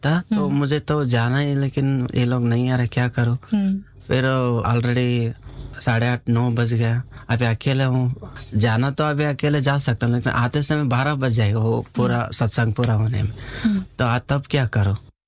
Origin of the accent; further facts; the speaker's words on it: Karnataka, India; वो एक मेरा गांव जो है चारों तरफ जो है किला बनाया, मतलब पोर्ट है, जो श्री कृष्ण देवराय करके वहां पर हमारा कर्नाटक फेमस मतलब राजा था, उनके नेतृत्व में बनाया था हमारा गांव का किला.